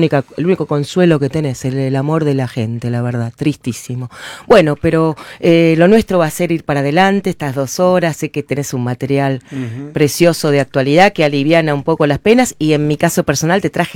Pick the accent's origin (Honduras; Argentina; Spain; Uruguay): Argentina; Y como argentina y como ser humano